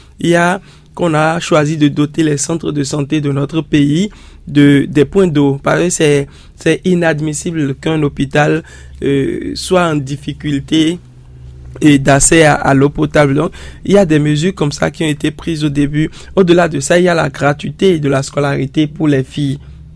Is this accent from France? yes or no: no; Benin